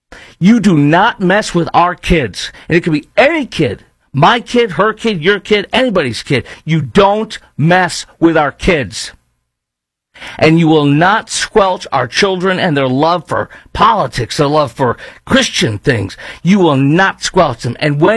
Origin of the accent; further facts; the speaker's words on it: Illinois, United States; Growing up in Illinois, I learned that battery is any, I was a criminal justice major for a while, battery is any unwanted touching in the state of Illinois.